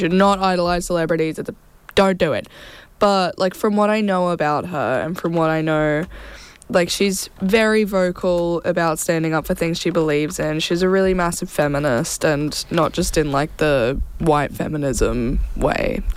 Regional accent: Gold Coast, Queensland, Australia; growing up on the Gold Coast

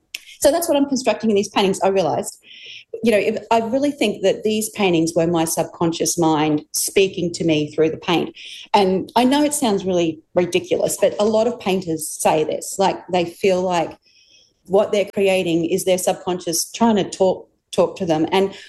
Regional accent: Moranbah, Queensland, Australia; my growing up in Moranbah really had a big impact on me, and I always thought growing up in Moranbah was a very positive experience.

